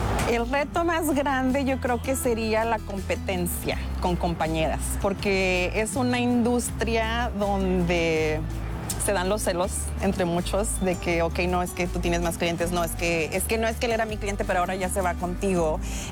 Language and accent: Spanish; Sombrerete, Zacatecas, Mexico; moved away as an adult; also born or lived in San Francisco, California; now in Richmond, United States; soy originaria de Sombrerete, Zacatecas, pero originaria de aquí también. Yo crecí en Sombrerete, pero nací en San Francisco, California. Cuando llegué aquí, empecé a ir a la escuela